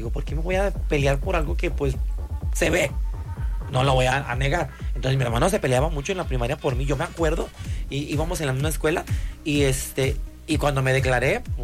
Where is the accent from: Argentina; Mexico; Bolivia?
Mexico; Acapulco, Guerrero; Soy de Acapulco, Guerrero, nacida en la ciudad de Acapulco, Guerrero, en 1978, tengo 48 años